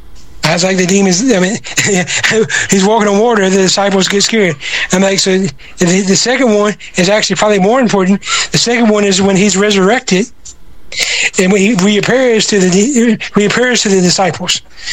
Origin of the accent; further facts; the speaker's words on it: Bible Belt, United States; And growing up in the Bible Belt, I got that asked a lot in different ways.